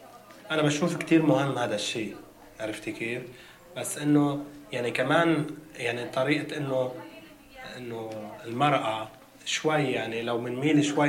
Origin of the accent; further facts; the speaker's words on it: Palestine; now in Lebanon; نحنا بالمخيمات كفلسطينيين